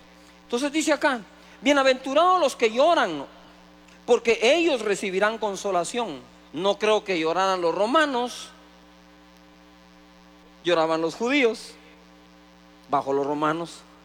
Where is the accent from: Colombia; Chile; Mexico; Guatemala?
Guatemala